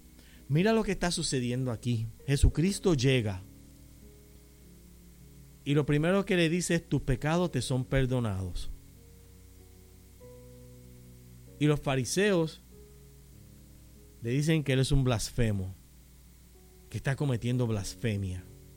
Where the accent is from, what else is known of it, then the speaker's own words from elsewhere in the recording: Caguas, Puerto Rico; born there; Como dicen allí en mi pueblo en Caguas, borrón y cuenta nueva.